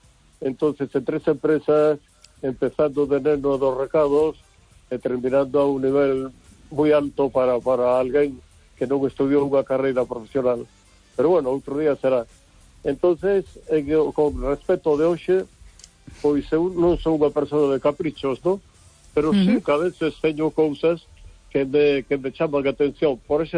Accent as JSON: {"language": "Spanish", "town": "Vigo", "region": "Galicia", "country": "Spain"}